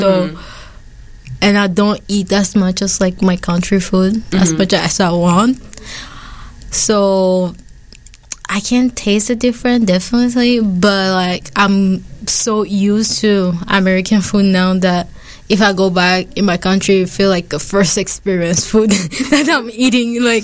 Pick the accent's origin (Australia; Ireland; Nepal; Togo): Togo; now in Wayne, United States; I'm from Togo.